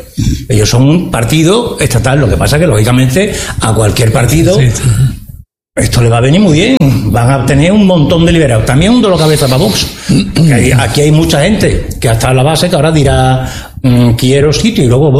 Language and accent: Spanish; Andalusia, Spain; Yo soy andaluz.